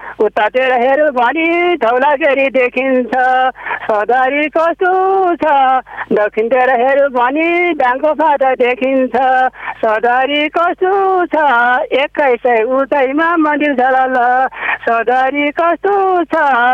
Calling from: Pyuthan, Lumbini Province, Nepal; त्योथान सर्गोदय नगरपालिका २ गैरीको

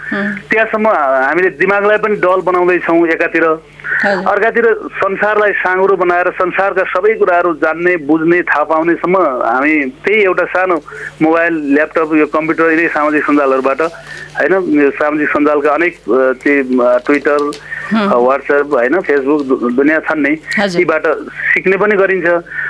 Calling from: Panchkhal, Bagmati, Nepal

